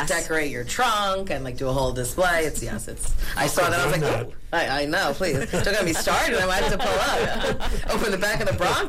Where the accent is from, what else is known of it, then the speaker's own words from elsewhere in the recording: Greenville, New York, United States; I grew up in Greenville